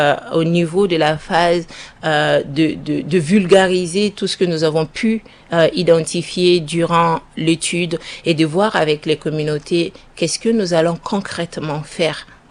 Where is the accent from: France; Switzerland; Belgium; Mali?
Mali; Alors, chez nous, au Mali, nous faisons un travail de promotion des droits de l'homme basé sur les origines endogènes.